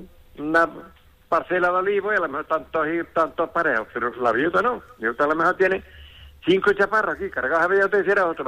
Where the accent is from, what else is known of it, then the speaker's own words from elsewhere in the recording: Pozoblanco, Andalusia, Spain; que yo soy de Pozo Blanco, pero que se mueve.